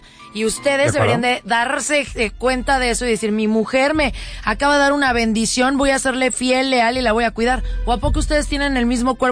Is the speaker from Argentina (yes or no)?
no; Mexico; yo soy mexicana